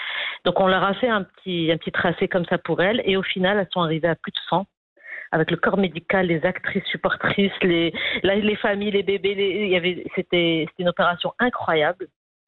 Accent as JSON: {"language": "French", "town": "Rabat", "region": "Rabat-Salé-Kénitra", "country": "Morocco", "tie": "born or raised there", "lives_now": "Casablanca, Morocco", "said": "suis arrivée à Casa en 2010, ben, j'ai un peu tourné en rond, j'ai découvert la corniche, parce que moi, j'ai grandi à Rabat, donc je découvrais un peu la ville."}